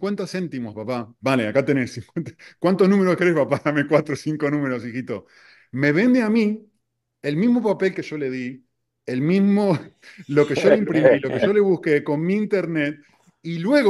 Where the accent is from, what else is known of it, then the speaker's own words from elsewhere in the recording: Argentina; soy argentino